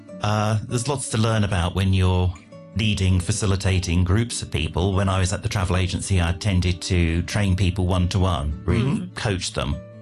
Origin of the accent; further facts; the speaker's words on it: Singapore; moved away; It's interesting because I came from Singapore, but there were still big differences in Hong Kong.